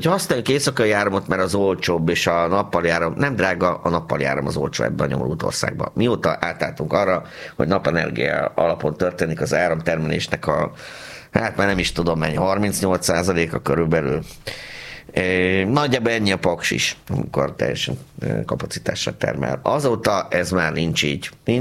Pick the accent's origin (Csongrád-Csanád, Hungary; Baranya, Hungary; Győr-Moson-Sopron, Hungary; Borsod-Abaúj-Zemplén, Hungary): Baranya, Hungary; Pécs